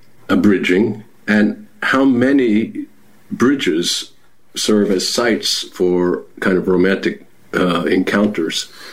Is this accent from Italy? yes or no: yes; Rome, Lazio, Italy; And in fact, in our city where we grew up in Rome, there is a bridge of Ponte Milvio